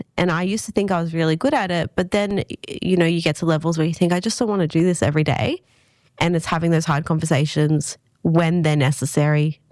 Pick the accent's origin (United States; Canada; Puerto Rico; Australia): Australia; Sydney, New South Wales; now in Goulburn, Australia; I came from Sydney originally.